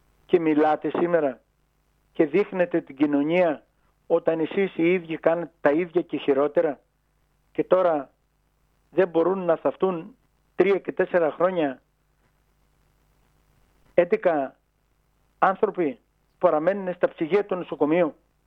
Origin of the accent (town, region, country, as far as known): Samos, North Aegean, Greece